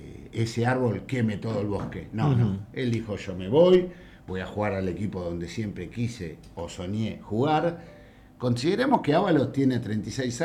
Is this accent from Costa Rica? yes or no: no; Paraguay; yo soy hincha de Olimpia, soy paraguayo.